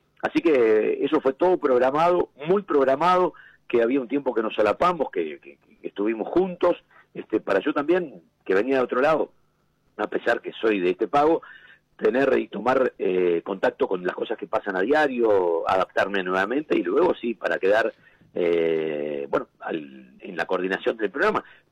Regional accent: Tacuarembó, Uruguay; born there; moved away as an adult; now in Montevideo, Uruguay

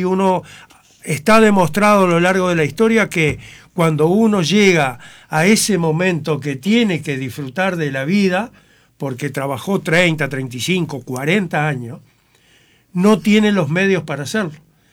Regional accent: Canelones, Uruguay; yo soy de Canelones

